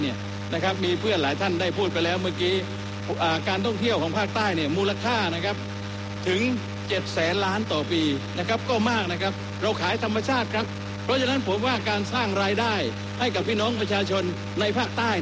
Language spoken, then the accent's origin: Thai; Southern Thailand, Thailand; born there; ผมเองก็เกิดที่ภาคใต้ญาติพี่น้องผมจำนวนมากก็ยังอยู่ในภาคใต้นะครับ